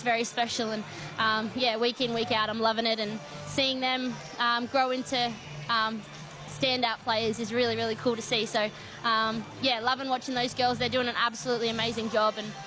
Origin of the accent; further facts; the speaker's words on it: Newcastle, New South Wales, Australia; I've spent a lot of time in Newcastle. Obviously, it's being my hometown, and I've got a very special bond with a lot of these girls.